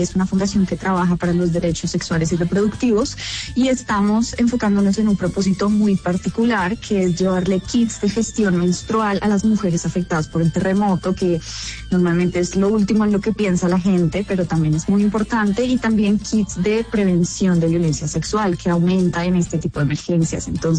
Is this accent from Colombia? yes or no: yes; Bogotá, Colombia; Muy feliz de estar por acá, ya estoy acá en mi tierrita, en Bogotá.